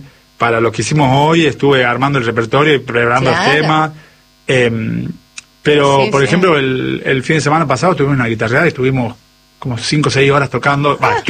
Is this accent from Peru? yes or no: no; Salta, Argentina; moved away; Y es que el primer tiempo que vine de Salta me la pasé extrañando.